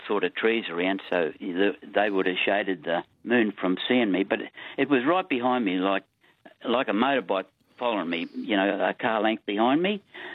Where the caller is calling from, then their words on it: Malanda, Queensland, Australia; I'm ringing from Malanda on the Atherton Tableland.